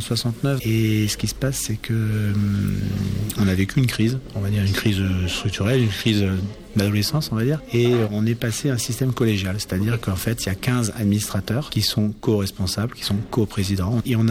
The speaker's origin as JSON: {"language": "French", "region": "Brittany", "country": "France", "moved": "as an adult", "said": "Moi, je suis arrivé de Bretagne en 97, le 2 janvier 97, on s'est installé ici."}